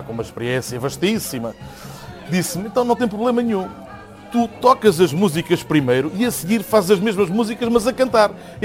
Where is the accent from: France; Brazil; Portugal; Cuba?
Portugal; Zambujeira do Mar, Alentejo; moved away as an adult; now in London, United Kingdom; sou natural da Zambujeira do Mar, Portugal, tão lindo, e estou no Reino Unido há 19 anos, vim em 2007. E estou nos meus 50 aninhos quase feitos.